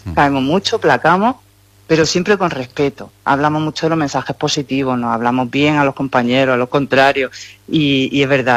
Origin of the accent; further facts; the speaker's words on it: Bilbao, Basque Country, Spain; born there; now in Granada, Spain; Bueno, yo nací en Bilbao por ocasión, por circunstancias de la vida.